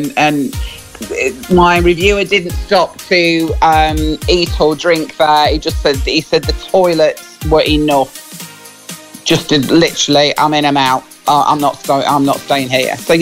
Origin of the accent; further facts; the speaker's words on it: Yorkshire and the Humber, United Kingdom; as a Yorkshireman